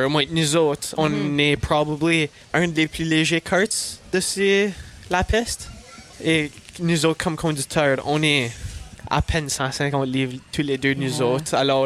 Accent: La Broquerie, Manitoba, Canada; Moi, je viens de Labrecrie, Manitoba.

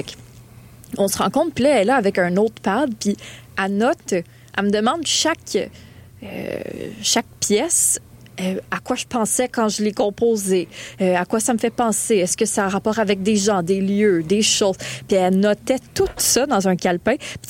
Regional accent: Montreal, Quebec, Canada; born or raised there

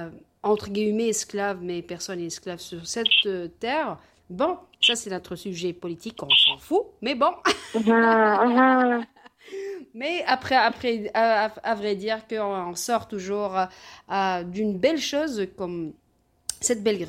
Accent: Montreal, Quebec, Canada; Ah, moi je suis Montréalaise. Ah, moi je suis très fière de l'être.

